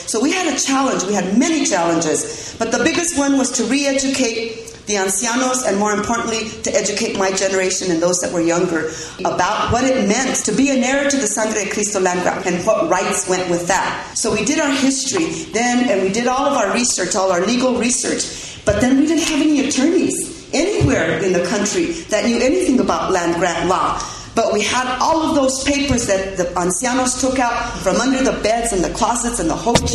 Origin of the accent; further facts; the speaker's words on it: San Luis, Colorado, United States; I remember going with all of my neighbors in La Cordillera, where I grew up